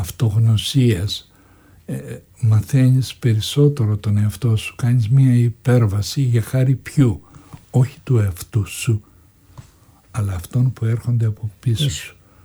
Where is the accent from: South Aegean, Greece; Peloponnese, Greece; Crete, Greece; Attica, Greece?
Crete, Greece; Anogeia; να παίξω στο χωριό μου και να κάνω και τον πιο εμβληματικό ήρωα του χωριού που μεγαλούργησε